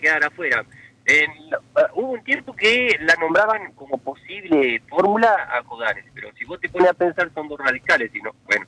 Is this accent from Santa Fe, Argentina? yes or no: yes; Santa Fe, Argentina; santafesino.